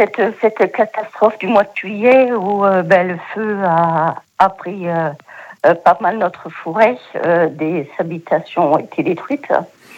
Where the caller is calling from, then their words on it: Biscarrosse, Nouvelle-Aquitaine, France; De Biscarrosse